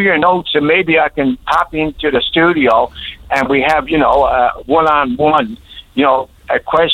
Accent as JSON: {"language": "English", "town": "St. Bernard's", "region": "Newfoundland and Labrador", "country": "Canada", "tie": "born there", "said": "I was born in St. Bernard's, Newfoundland."}